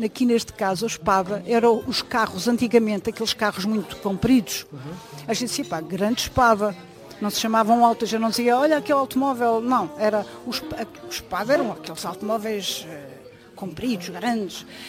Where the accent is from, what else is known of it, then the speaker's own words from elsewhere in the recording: Santarém, Portugal; àquilo que eu vivenciei e aquilo que eu vi quando era menina e moça em Santarém.